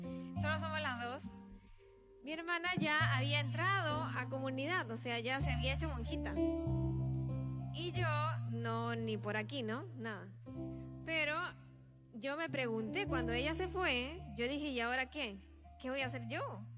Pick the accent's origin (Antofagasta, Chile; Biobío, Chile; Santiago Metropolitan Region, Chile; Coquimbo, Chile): Santiago Metropolitan Region, Chile; Santiago; cuando yo estaba en el colegio en Santiago, porque yo también soy chilena